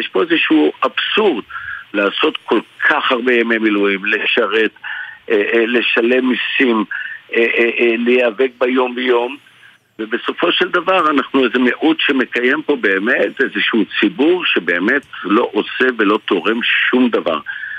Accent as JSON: {"language": "Hebrew", "town": "Jerusalem", "region": "Jerusalem District", "country": "Israel", "said": "מה שאני רואה וחווה כירושלמי"}